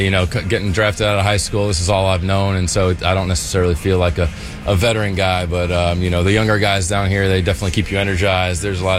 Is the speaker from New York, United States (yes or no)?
yes; New York, United States; Growing up in New York, getting to pitch in the World Series my first season